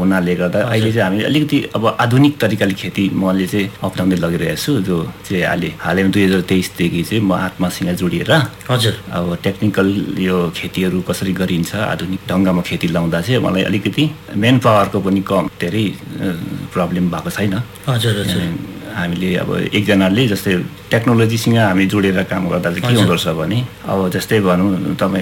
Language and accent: Nepali; Sikkim, India; म राङ्का पर्बिङबाट।